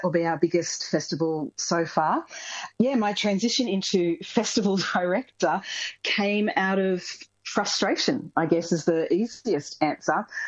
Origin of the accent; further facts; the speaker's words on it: Coffs Harbour, New South Wales, Australia; Yeah, I grew up in Coffs Harbour back in the days when Coffs Harbour was much smaller than it is nowadays.